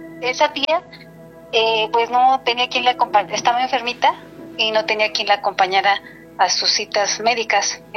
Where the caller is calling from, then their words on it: Toluca, State of Mexico, Mexico; De aquí, de Toluca, del Estado de México.